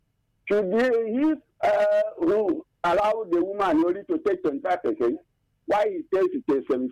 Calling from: Isoko, Delta, Nigeria; I'm calling from Isoko.

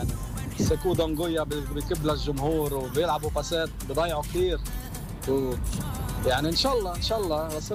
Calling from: Mount Lebanon, Lebanon; من الشياح.

